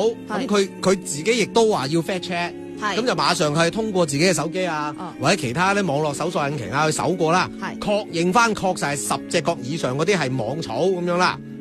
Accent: Guangdong, China; 即系叫做话横向类比翻我哋老广，

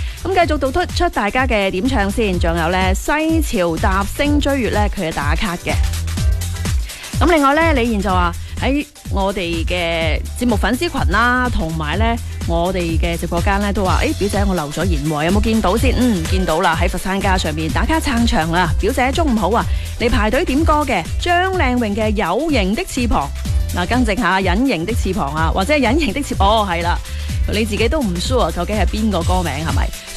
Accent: Zhuhai, Guangdong, China; 我嘅成长系喺珠海噶嘛，唔再讲乡下，我嘅家乡、我故乡喺珠海啊

